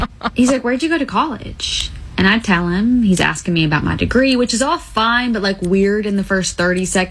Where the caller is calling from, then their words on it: the South, United States; accent: Southern; I'm from the South.